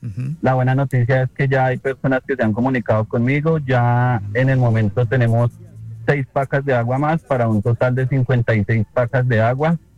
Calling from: Bogotá, Colombia; Yo soy del sector de Bosa.

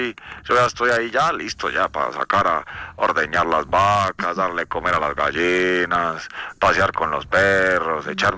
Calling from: Pachavita, Boyacá, Colombia; yo la estoy llamando aquí desde Pachavita. Pachavita, Pachavita City.

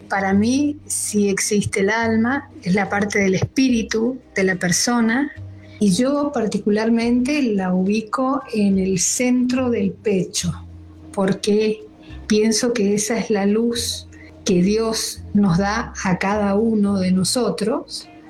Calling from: San Rafael, Mendoza, Argentina; de San Rafael, Mendoza.

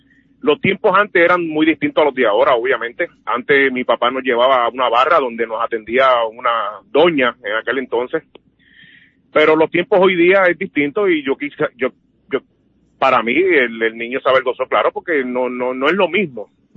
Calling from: Puerto Rico; yo soy puertorriqueño y mi papá fue policía en Puerto Rico

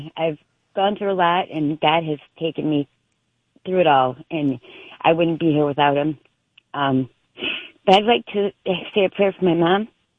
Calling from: Michigan, United States

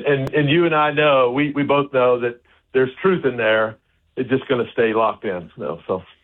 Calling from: North Carolina, United States; I'm calling from North Carolina today, moving around a little bit.

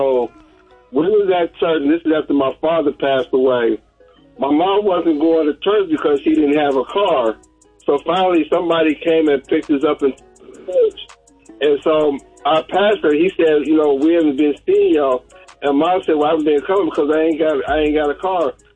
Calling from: Columbus, Ohio, United States; calling from Columbus, Ohio.

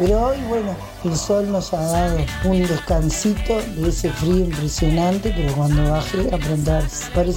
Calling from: Montevideo, Uruguay; de Malvin, de vacaciones, disfrutando.

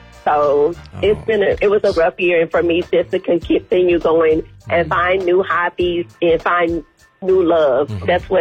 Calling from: Plano, Texas, United States; I'm calling from Plano, Texas.

